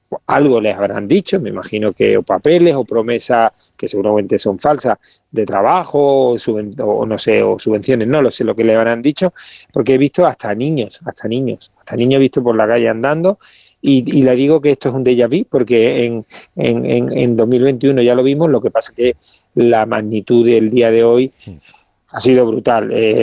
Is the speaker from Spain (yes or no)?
yes; Spain; mucho pesar, como español también, ¿no?